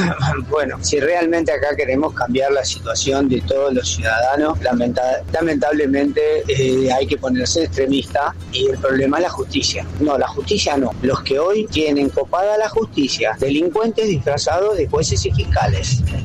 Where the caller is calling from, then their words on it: Monte Grande, Buenos Aires Province, Argentina; de Montegrán.